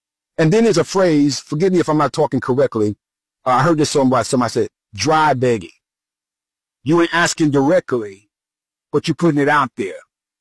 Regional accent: New Jersey, United States; I'm from New Jersey.

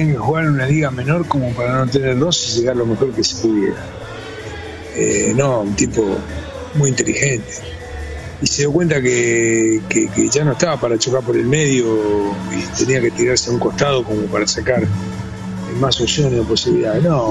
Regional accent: Argentina; este señor tiene que ser un ejemplo para nuestros jóvenes argentinos

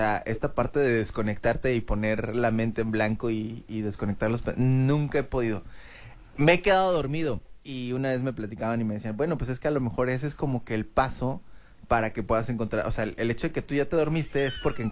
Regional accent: Mexico; Y, por supuesto, hay muchas cosas que nos identifican como mexicanos.

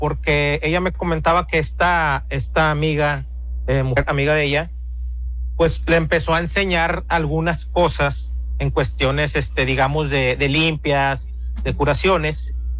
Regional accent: Monterrey, Nuevo León, Mexico; born there; Yo soy nacido aquí en Monterrey.

